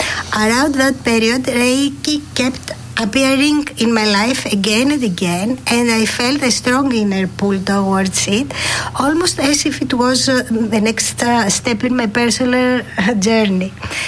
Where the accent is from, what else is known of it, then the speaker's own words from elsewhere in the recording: Athens, Attica, Greece; now in Crete, Greece; I was born and raised in Athens, where I worked for many years as a primary school teacher.